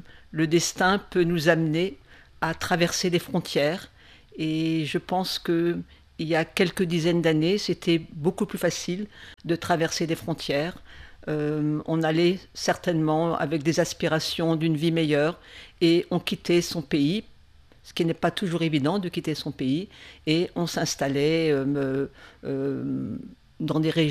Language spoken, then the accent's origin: French; Grand Est, France; born there; Parce que personnellement, je suis née en Alsace, mais toute petite, j'ai entendu parler de la Tunisie, parce qu'une partie de ma famille y a vécu.